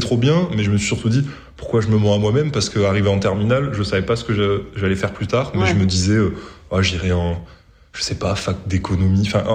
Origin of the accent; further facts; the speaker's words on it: Montpellier, Occitanie, France; Mm-hmm. Je viens de Montpellier, je suis un pur produit montpelliérain.